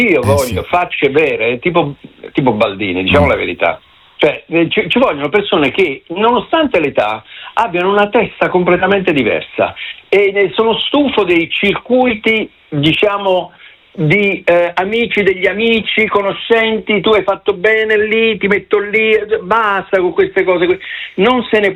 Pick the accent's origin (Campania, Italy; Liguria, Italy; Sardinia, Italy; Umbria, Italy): Campania, Italy; Naples; Lo dico io che sono napoletano d'origine.